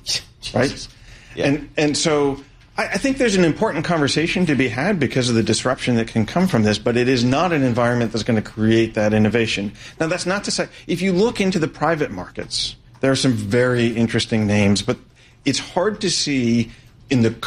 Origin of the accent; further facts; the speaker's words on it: United Kingdom; because we're British and not European anymore, right?